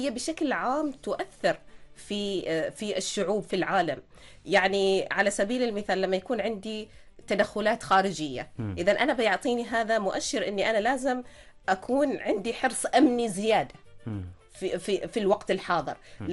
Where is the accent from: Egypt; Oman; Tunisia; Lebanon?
Oman; نلاحظ أن إحنا كعمانيين نشعر بالفخر أن إحنا معانا تاريخ.